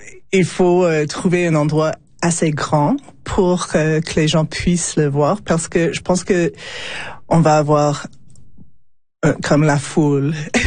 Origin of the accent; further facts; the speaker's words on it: Edmonton, Alberta, Canada; Regina, c'est pas ma ville natale, c'est Edmonton actuellement, mm-hmm. mais j'ai beaucoup de connexions ici, beaucoup de familles et la communauté ici